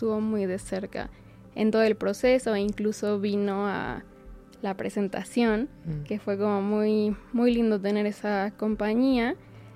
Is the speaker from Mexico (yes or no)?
yes; Guadalajara, Jalisco, Mexico; Soy de Guadalajara, me mudé acá hace un rato